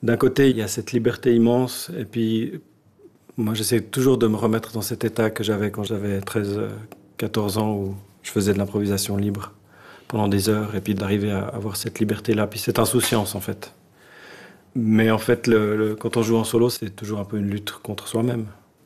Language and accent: French; Switzerland; je suis de Suisse, mais j'ai ma grand-mère qui est turque, mon grand-mère qui est parisienne.